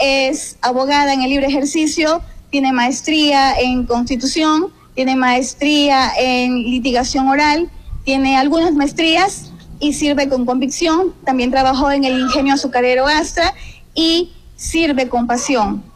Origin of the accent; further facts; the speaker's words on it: La Troncal, Cañar, Ecuador; mi pueblo, La Troncal